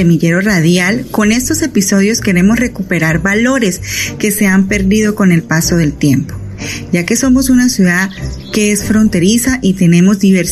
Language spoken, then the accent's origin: Spanish; Cúcuta, Norte de Santander, Colombia; Hola, somos de San José de Cúcuta, más conocido como la Perla del Norte.